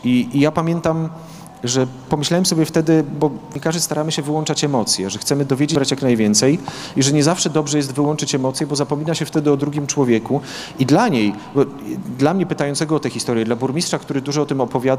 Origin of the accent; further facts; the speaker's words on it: Podlaskie Voivodeship, Poland